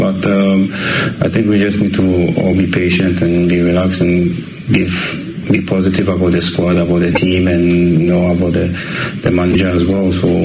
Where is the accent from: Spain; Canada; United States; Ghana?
Ghana